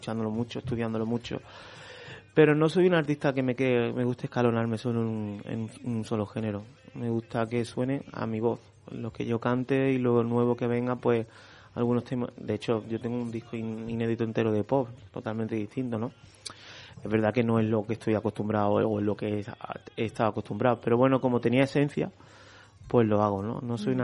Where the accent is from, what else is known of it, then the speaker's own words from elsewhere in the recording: Nerja, Andalusia, Spain; also born or lived in Málaga; a mí mi tierra es la que me retroalimenta, es la que me da energía. No puedo despegarme de ahí.